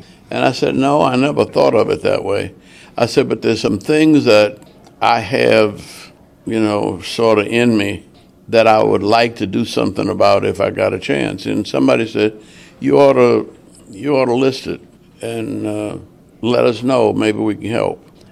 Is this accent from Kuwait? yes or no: no; New Orleans, Louisiana, United States; I grew up in New Orleans, and I've been watching the Mississippi River flood all my life.